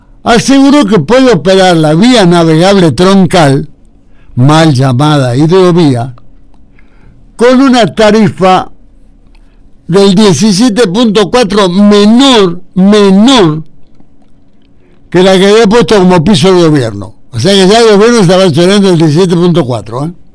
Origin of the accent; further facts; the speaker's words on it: Argentina; ¿Por eso soy menos argentino que vos? No.